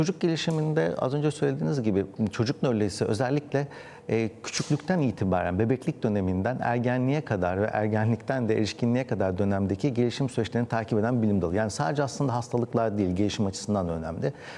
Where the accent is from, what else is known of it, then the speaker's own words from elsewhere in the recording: Istanbul, Turkey; ben İstanbul'da büyüdüm ama İstanbul'da benim büyüdüğüm dönemde bir sokak kültürü vardı.